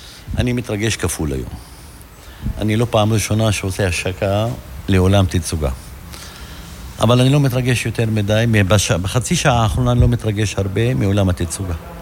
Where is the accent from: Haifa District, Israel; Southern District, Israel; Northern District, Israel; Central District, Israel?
Northern District, Israel; Jezreel Valley; אני מטייל בכל העולם פה, באפולה, כי אני אוהב את העיר אפולה, אוהב את העמק, אני בן העמק.